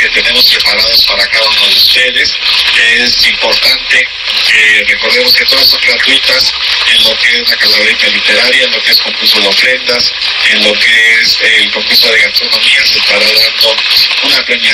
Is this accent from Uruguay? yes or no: no; Mexico; las tradiciones que nos honran como mexicanos.